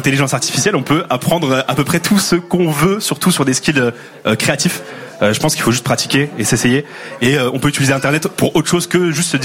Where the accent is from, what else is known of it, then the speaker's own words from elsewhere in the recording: Nancy, Grand Est, France; j'ai pris ce pari de rester dans ma ville natale, parce que j'y suis attaché.